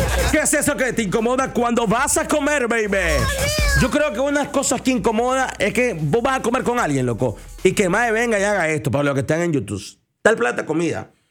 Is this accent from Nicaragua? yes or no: yes; Nicaragua; Mira, aquí estamos así. Somos nica, pero es que no.